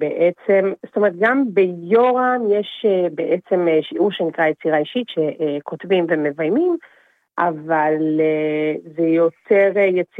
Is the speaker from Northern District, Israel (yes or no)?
yes; Gadot, Northern District, Israel; also born or lived in Jerusalem; נולדתי בירושלים, אבל גדלתי רוב החיי בקיבוץ גדות, שזה קיבוץ בגליל העליון, ליד ראש פינה.